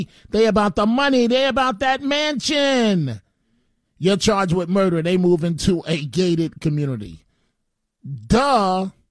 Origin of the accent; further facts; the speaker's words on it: United States; I am a very proud American. I am a very proud African American. I am an American before I'm a journalist and before I'm a black man.